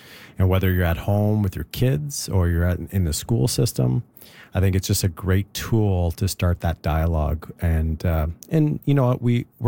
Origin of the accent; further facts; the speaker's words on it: Alberta, Canada; I'm Dene from Northern Alberta.